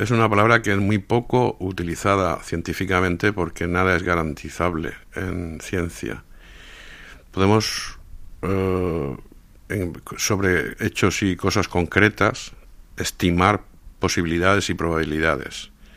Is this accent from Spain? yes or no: yes; Orihuela, Valencian Community, Spain; sabes que soy de Orihuela.